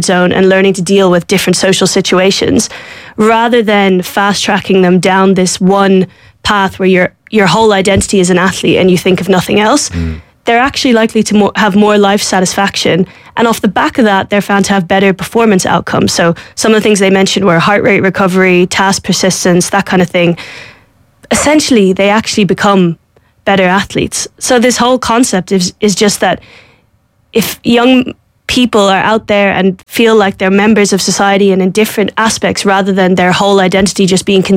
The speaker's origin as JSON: {"language": "English", "country": "Ireland"}